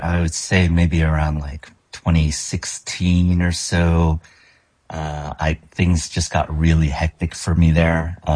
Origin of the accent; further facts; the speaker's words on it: New Jersey, United States; No. I'm commuting in from Jersey. So I was born and raised in Jersey.